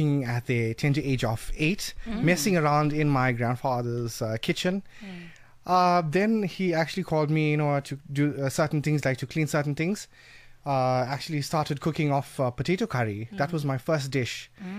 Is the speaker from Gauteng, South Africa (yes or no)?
no; Durban, KwaZulu-Natal, South Africa; born and brought up in Durban.